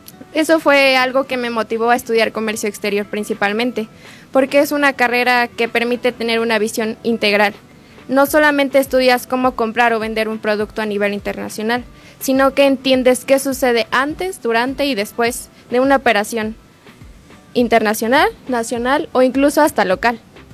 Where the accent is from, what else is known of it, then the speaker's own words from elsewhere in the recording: Ciudad Sahagún, Hidalgo, Mexico; soy originaria de Ciudad Sahagún, Hidalgo